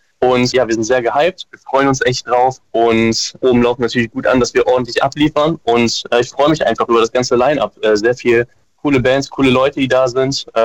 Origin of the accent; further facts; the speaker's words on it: Braunschweig, Lower Saxony, Germany; Wir kommen aus Braunschweig und Umgebung.